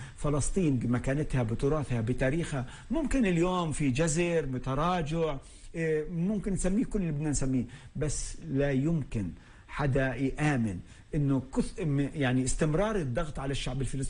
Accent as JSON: {"language": "Arabic", "country": "Palestine", "said": "احنا بناخذ خطوات عملية كفلسطينيين."}